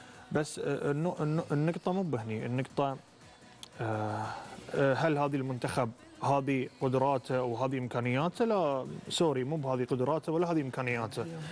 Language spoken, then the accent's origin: Arabic; Bahrain; عندنا في البحرين